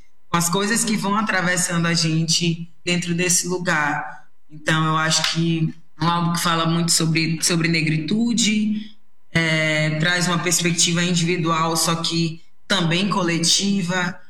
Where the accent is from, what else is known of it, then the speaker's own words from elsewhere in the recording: Maranhão, Brazil; eu vindo de uma região de onde eu venho, do meu território, eu venho do Maranhão